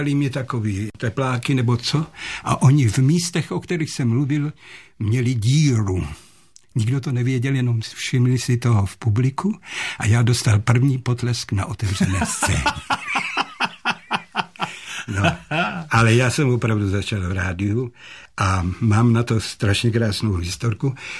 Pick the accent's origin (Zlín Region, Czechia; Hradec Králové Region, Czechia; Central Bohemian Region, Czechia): Hradec Králové Region, Czechia; Hradec Králové; also born or lived in Jablonec nad Nisou; Ne, my jsme se stěhovali a dokonce v 38. roce jsme utíkali z Jablonce nad Nisou, Gáblonc an der Neisse, do Hradce Králové, tehdy Königgrätz taky, jo. Ano. A tam jsem začal. Ještě dodělával tu mateřskou, teda obecní školu a státní klasické gymnasium.